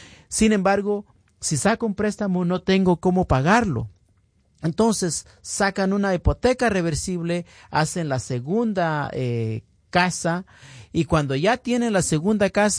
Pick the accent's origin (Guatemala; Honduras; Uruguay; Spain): Guatemala; born there; moved away; yo me acuerdo haber visto de niño allá en Guatemala.